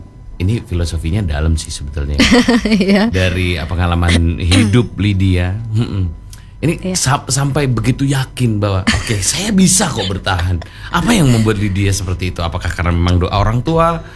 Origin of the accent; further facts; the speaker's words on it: Bojonegoro, East Java, Indonesia; Saya orang Bojonegoro kebetulan.